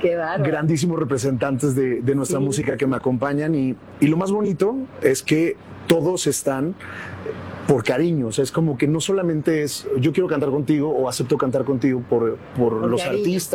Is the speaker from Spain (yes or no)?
no; Huamantla, Tlaxcala, Mexico; Pues vengo de Huamantla, al final como digo, que uno sale del pueblo, pero el pueblo no sale de uno.